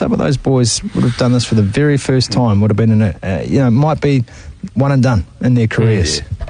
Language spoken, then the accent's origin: English; Waipu, Northland, New Zealand; danced with the Ram for the Shield on the streets of my hometown